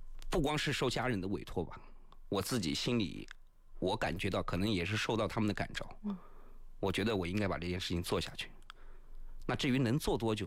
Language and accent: Chinese; Lu'an, Anhui, China; 他就是我们安徽六安人，